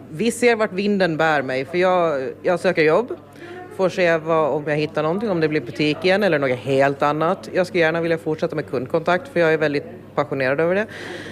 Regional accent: Åland Islands; also born or lived in Sweden; Jag var ju bara 11 månader när vi flyttade tillbaka till Åland från Sverige. Så jag har ju växt upp här i huset. Mamma växte ju upp med butiken överlag när mormor hade den i Östergöta. Och sen växte jag upp här. 36 år, jag är 37.

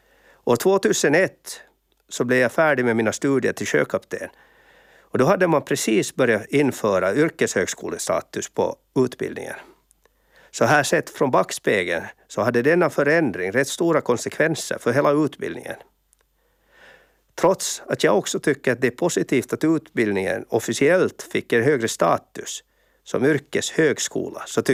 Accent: Espoo, Uusimaa, Finland; also born or lived in Kauniainen; Som barn så växte jag upp i Esbo utanför Helsingfors i en familj där jag var mellanst av tre bröder. Precis som mina bröder så gick jag lågstadie i Esbo och sen fortsatte jag högstadie och gymnasie i Grankulla.

